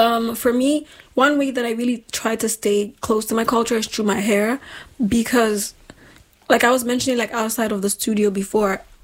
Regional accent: Nigeria; born or raised there; moved away

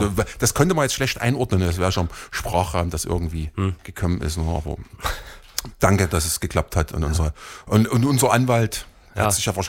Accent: Saxony-Anhalt, Germany; Ich komme ja aus Sachsen-Anhalt.

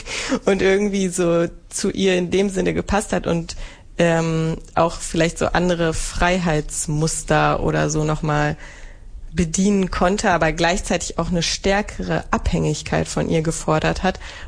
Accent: western Germany, Germany; Und ich bin aber im Westen aufgewachsen. Meine Mama ist dann auch in den Westen gezogen.

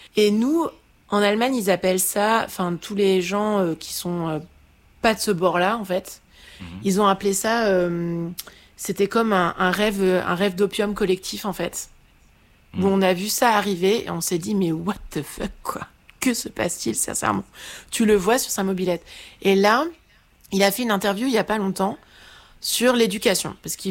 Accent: Caen, Normandy, France; C'est que moi je viens de Caen en fait.

